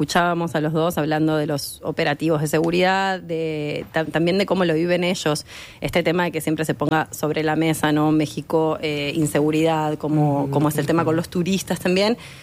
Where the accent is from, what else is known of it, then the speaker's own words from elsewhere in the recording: Uruguay; nos pasaba a nosotros los uruguayos